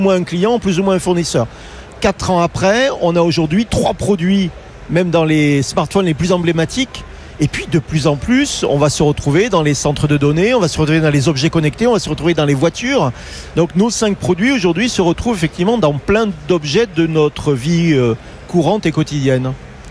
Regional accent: France; c'est pas parce que je suis français que je le dis

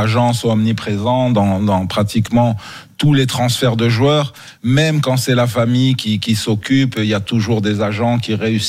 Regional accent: Morocco; moved away as an adult; je suis né au Maroc, j'ai grandi au Maroc, donc j'ai vraiment appris à jouer au tennis au Maroc. J'ai quitté le Maroc à l'âge de 18 ans

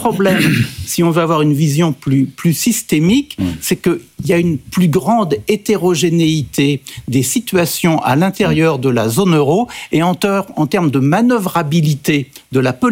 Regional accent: France; surtout quand on est français, de zoomer sur la situation chez nous

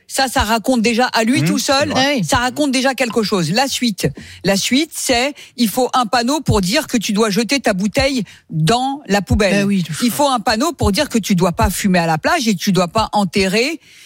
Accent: France; on a grandi dans cette société, on est français depuis longtemps, on a grandi ici, d'accord, moi dans mes générations.

